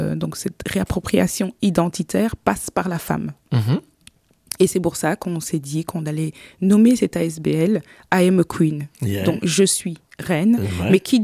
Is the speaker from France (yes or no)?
no; Liège, Wallonia, Belgium; Pendant tout ce temps. Donc mais je suis une vraie liégeoise.